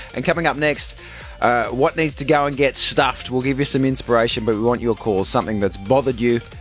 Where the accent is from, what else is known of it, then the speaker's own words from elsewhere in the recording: Queensland, Australia; moved away; There's something about growing up in Queensland that you just love a good storm.